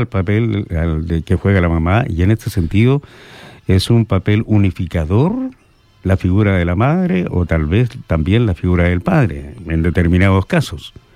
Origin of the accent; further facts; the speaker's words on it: Chile; Nosotros como chilenos recibíamos el ejemplo del Perú.